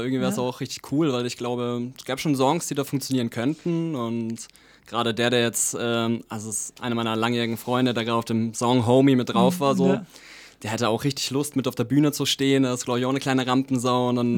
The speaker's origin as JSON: {"language": "German", "town": "Stein", "region": "Bavaria", "country": "Germany", "also_born_or_lived": "Erlangen", "said": "ich komme eigentlich hier aus Nürnberg, aus Stein und habe jetzt die letzten 8 Jahre in Erlangen gewohnt, dort studiert"}